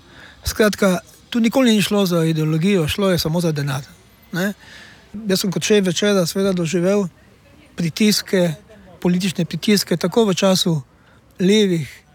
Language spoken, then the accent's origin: Slovenian; Styria, Slovenia; kot pravimo Štajerci, Gleichschaltunge